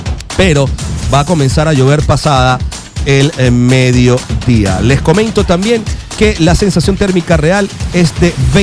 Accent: Puerto La Cruz, Anzoátegui, Venezuela; En mi tierra natal, en Puerto La Cruz, en Barcelona, estado Anzoátegui

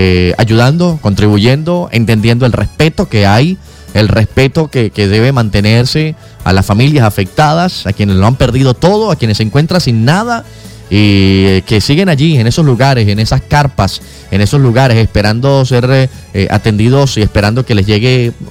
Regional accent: Venezuela

